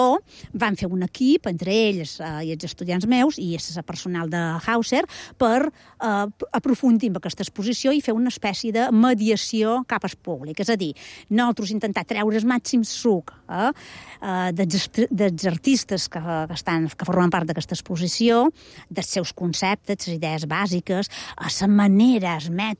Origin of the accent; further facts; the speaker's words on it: Balearic Islands, Spain; som menorquina i som professora a la Universitat de Barcelona